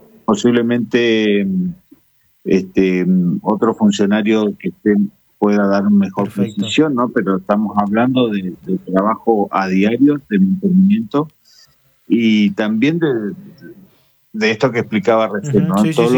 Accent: Corrientes, Argentina; En definitiva, somos los correntinos los que estamos soportando estos gastos cuando suceden algunas cuestiones.

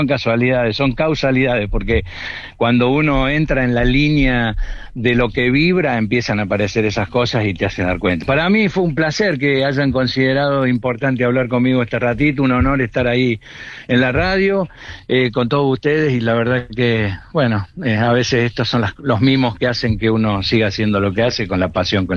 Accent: Córdoba, Argentina; Soy cordobés, soy sarcástico.

